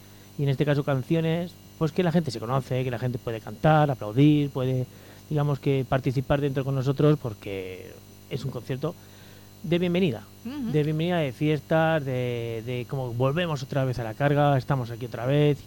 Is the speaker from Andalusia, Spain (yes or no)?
yes; Churriana, Andalusia, Spain; soy mi churriego de pura cepa.